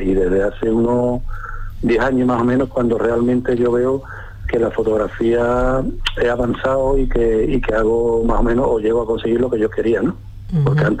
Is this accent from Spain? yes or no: yes; Cádiz, Andalusia, Spain; moved away as an adult; now in Puerto Real, Spain; Yo soy de Cádiz, pero vivo en Puerto Real desde hace ya 32 años.